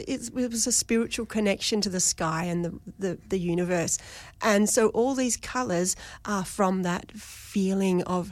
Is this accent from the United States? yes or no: no; Melbourne, Victoria, Australia; I'm from Melbourne